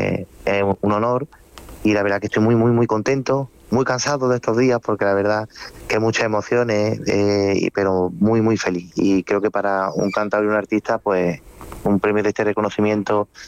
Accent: Córdoba, Andalusia, Spain; Pues mira, vengo de Córdoba, soy de una familia muy reconocida dentro del flamenco en Córdoba, como es

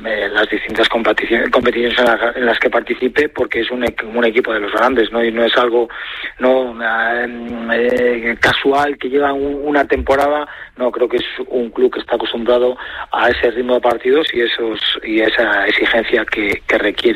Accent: Nigrán, Galicia, Spain; Aquí por esta zona, pues imagínate, aquí me crié en el Celta con 10, 12 años hasta los 25

